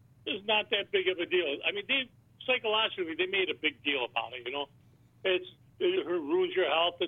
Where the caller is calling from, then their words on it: New York, United States; Up here in New York, you know, it starts snowing.